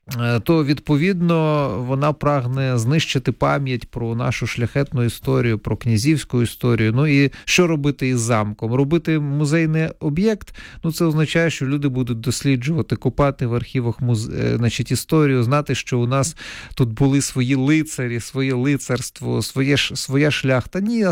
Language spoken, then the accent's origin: Ukrainian; Donetsk Oblast, Ukraine; я все-таки не з Тернопільщини родом, я родом із Донеччини, так?